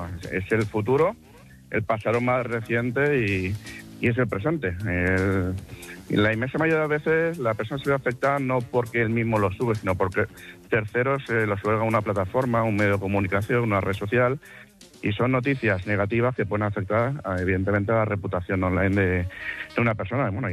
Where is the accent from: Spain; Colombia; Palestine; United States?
Spain; Valencian Community; Sí, soy valenciano, sí.